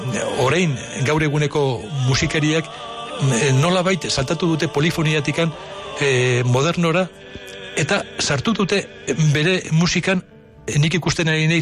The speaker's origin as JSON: {"language": "Basque", "region": "Basque Country", "country": "Spain", "said": "esango dute, kontxo, nongo zea espainola eta ez, euskalduna naiz."}